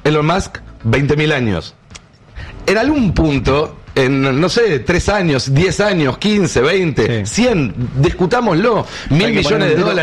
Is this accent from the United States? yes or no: no; Argentina; para nosotros como argentinos